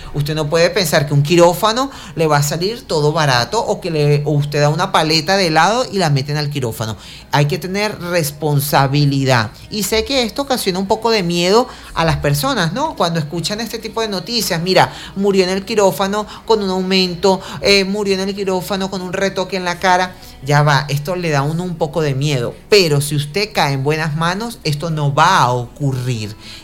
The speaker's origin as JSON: {"language": "Spanish", "country": "Venezuela"}